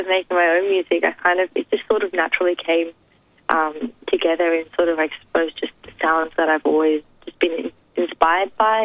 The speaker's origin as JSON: {"language": "English", "country": "Australia", "tie": "born or raised there", "said": "growing up in a Japanese-speaking household and still consuming, like obviously I grew up in Australia"}